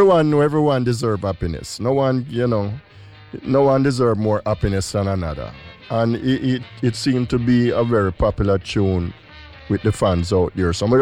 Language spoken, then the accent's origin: English; Jamaica; growing up in Jamaica